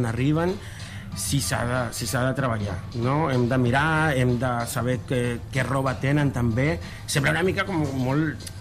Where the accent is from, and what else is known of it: Mexico; Catalan is a second language; now in Spain